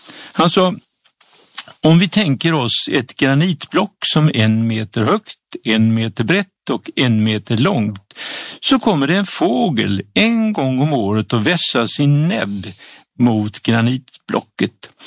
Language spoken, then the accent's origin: Swedish; Sweden; moved away as an adult; also born or lived in Japan; Men 1986 så var jag hemma i Sverige.